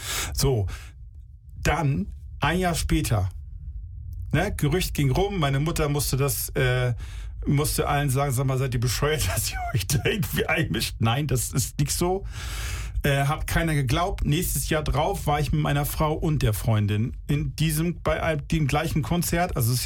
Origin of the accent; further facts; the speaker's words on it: Ostrohe, Schleswig-Holstein, Germany; bei uns in meinem Heimatdorf rum, ich sag nie welches Heimatdorf, aber es ist Ostrohe